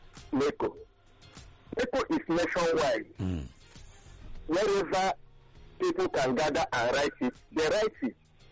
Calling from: Edo, Nigeria; I'm calling from Edo.

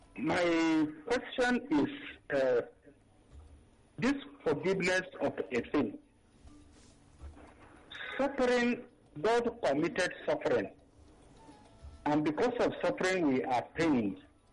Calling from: Jos, Plateau, Nigeria; I'm calling from Jos.

